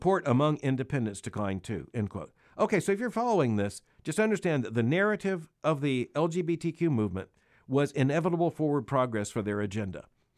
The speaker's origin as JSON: {"language": "English", "country": "United States"}